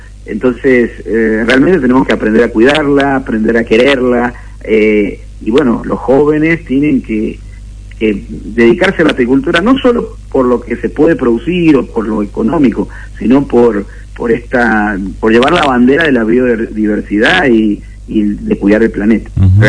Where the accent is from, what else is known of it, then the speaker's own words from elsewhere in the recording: Mendoza, Argentina; como mendocino, como apicultor, como miembro de la Sociedad Argentina de Apicultores.